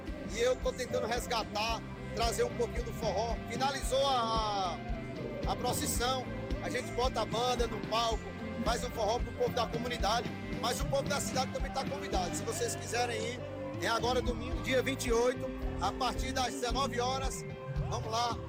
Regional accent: Gonçalves Serreira, Brazil; Gonçalves Serreira, que é a minha terra, onde eu fui nascido e criado lá. Tive o prazer de fazer meu show lá na minha comunidade.

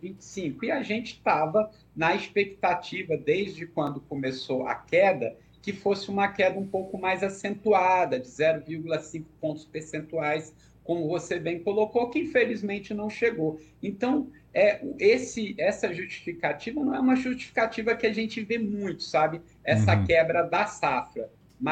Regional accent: Brazil

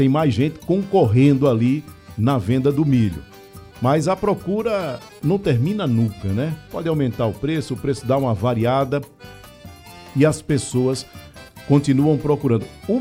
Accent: Brazil; em Ouro Preto, né? Onde eu cresci

